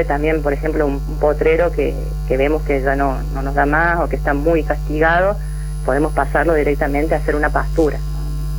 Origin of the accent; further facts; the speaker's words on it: Córdoba, Argentina; also born or lived in Corrientes / Buenos Aires; yo soy cordobesa, me recibí en la Nacional acá en Córdoba, y en ese año me fui a trabajar a Corrientes